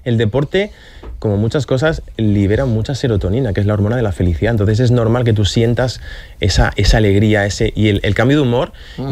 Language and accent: Spanish; Asturias, Spain; moved away as an adult; now in Valencia, Spain; Claro, yo llegué hace 9 años a Valencia y esa es una guerra perdida.